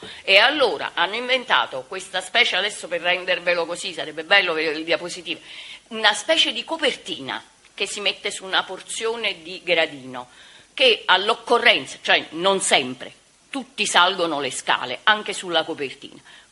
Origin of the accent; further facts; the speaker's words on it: Campania, Italy; sono della Campania e sono un architetto.